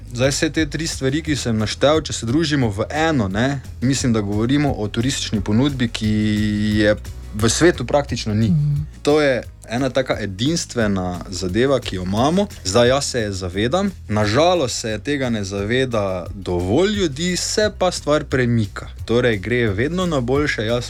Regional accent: Maribor, Drava, Slovenia; Mariborčani smo navajeni ali biti na lentu, ali se sprehajati po drugi strani in gledati lent.

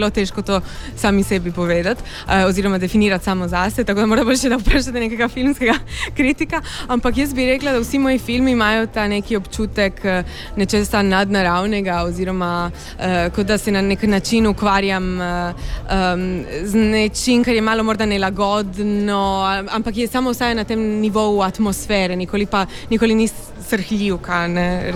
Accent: Trieste, Friuli-Venezia Giulia, Italy; lahko pa se vedno opredelim kot Tržačanka, predvsem. In to specifično Tržačanka, ne pa Triestina.

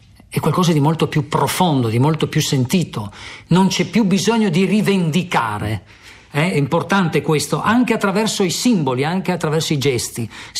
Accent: Trieste, Friuli-Venezia Giulia, Italy

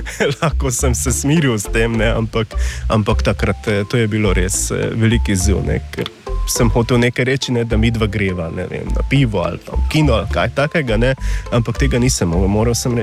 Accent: Hungary; Slovenian is a second language

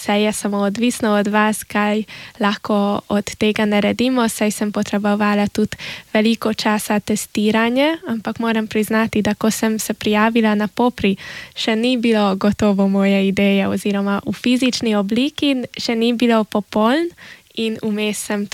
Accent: Szakonyfalu, Vas, Hungary; Ja, sem iz Sakalovec, sem porabska Slovenka, tako oče kot mama sta porabska Slovenca in sem šla študirati v Budimpešto

